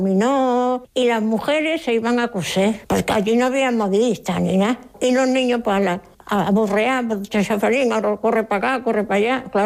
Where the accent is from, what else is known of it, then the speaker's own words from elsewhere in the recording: Chafarinas Islands, Plazas de soberanía, Spain; born there; nací en las Islas Chafarinas. En el 1926, antes de ayer.